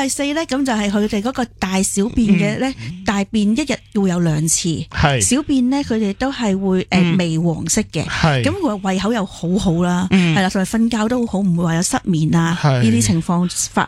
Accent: Hong Kong; 你知道我哋香港人嘅啦，好有责任感，好干净㗎嘛。

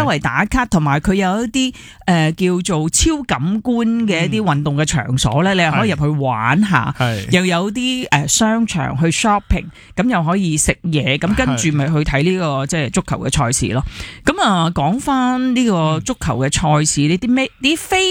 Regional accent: Hong Kong; 作为香港人

